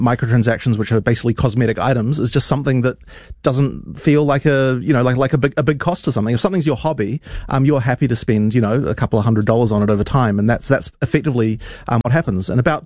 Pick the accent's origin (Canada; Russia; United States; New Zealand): New Zealand; Auckland; teach the kind of kid that I was when I was growing up in West Auckland